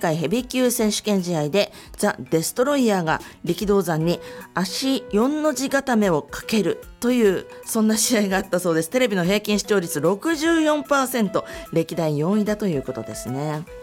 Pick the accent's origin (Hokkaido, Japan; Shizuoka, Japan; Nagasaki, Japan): Shizuoka, Japan; 私静岡の出身なもんですごい地震教育受けてるんですけど